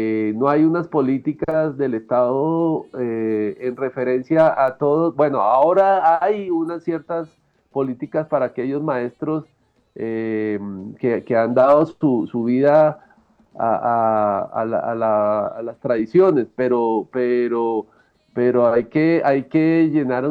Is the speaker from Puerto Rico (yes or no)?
no; Colombia; Nosotros somos seres colombianos